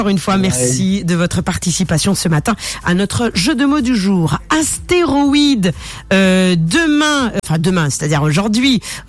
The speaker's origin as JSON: {"language": "French", "country": "Mauritius", "said": "Moi je dis, si ça devait arriver chez nous à Maurice, une chose est sûre, on n'est pas prêt."}